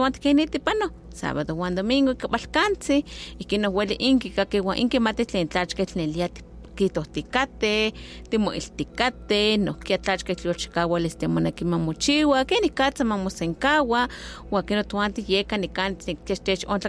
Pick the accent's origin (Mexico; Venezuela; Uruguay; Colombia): Mexico; first language Nahuatl; Spanish is a second language; estaremos platicando en la lengua náhuatl, y pues como les mencionaba hace un momento, en mi lengua materna